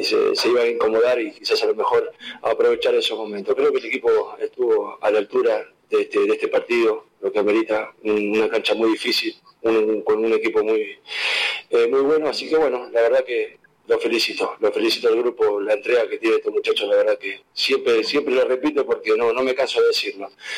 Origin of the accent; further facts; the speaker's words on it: Venezuela; Creo que, siendo venezolano, creo que es un equipo que juega bien.